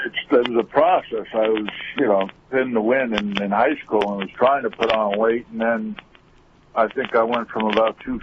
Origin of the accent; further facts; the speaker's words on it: Long Island, New York, United States; the guys that I grew up with on Long Island.